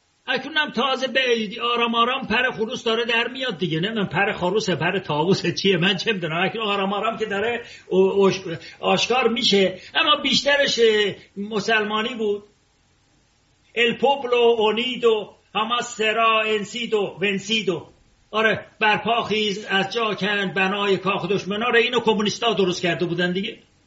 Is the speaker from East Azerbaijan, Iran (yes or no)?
no; Tehran, Tehran Province, Iran; که من اردبیلی هستم، در تهران بزرگ شدم من اردبیلی هستم